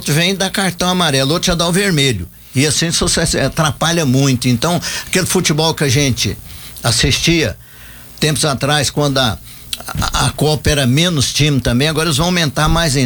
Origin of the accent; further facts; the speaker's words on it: Brazil; Sou brasileiro